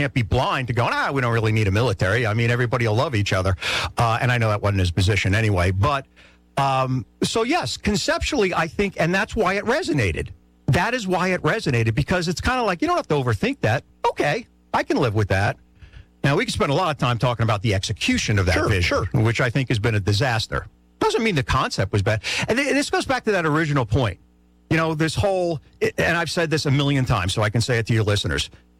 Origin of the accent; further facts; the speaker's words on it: New York, United States; also born or lived in Florence, South Carolina; now in Myrtle Beach, United States; I was born and raised in New York